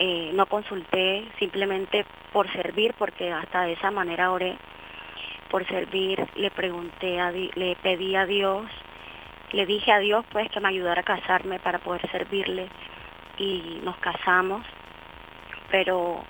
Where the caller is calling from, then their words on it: San Miguelito, Panamá, Panama; Del área de San Miguelito